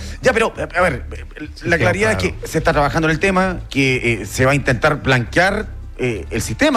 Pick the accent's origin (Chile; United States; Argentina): Chile; Valdivia, Los Ríos; yo soy valdiviano y me la sé.